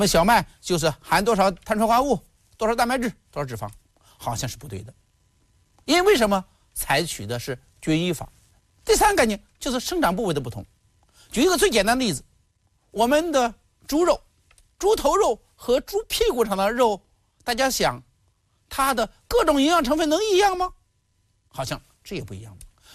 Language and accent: Chinese; northern China, China; 我是北方人